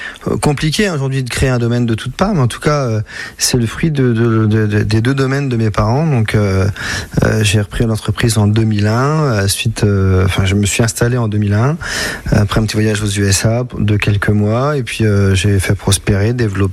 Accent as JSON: {"language": "French", "town": "Chaource", "region": "Grand Est", "country": "France", "tie": "born or raised there", "also_born_or_lived": "Troyes", "moved": "yes", "lives_now": "Le Breuil, France", "said": "moi, je suis né à Troyes. Je suis né à l'hôpital des Hauts-Clos, comme beaucoup de gens, d'ailleurs, beaucoup de gens qui sont de Troyes. Donc, on a vécu à Chaource pendant une quinzaine d'années. Moi, j'ai vécu 15 ans à Chaource"}